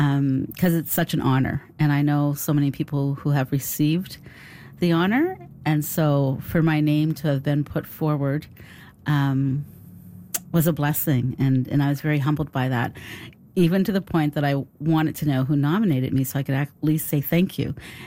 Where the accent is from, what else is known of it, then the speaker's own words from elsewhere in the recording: Beechville, Nova Scotia, Canada; it's always very important for me to ground myself in my historical African Nova Scotian community. So I was born and raised in Beechville. My dad is from Beechville